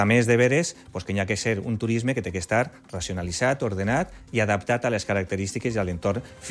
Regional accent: Valencia, Valencian Community, Spain; jo soc de València

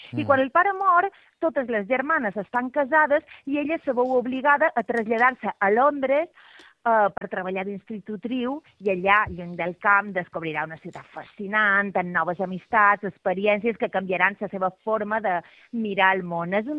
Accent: Porto Cristo, Balearic Islands, Spain; also born or lived in Deià; Estic a Porto Cristo, que són les festes del Carme, en el meu poble.

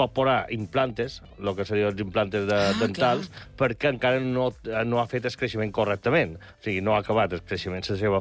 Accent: Inca, Balearic Islands, Spain; born there; Jo soc nascut a Inca i sempre n'hi ha hagut.

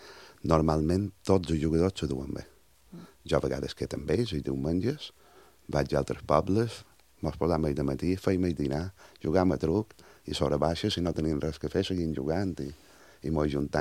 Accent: Montuïri, Balearic Islands, Spain

